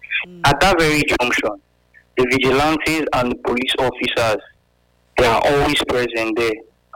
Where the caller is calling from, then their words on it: Ugbo, Nigeria; I'm calling from Ugbo.